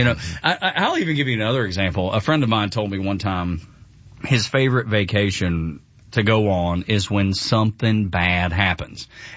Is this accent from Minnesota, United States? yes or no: no; Dalton, Georgia, United States; growing up in Northwest Georgia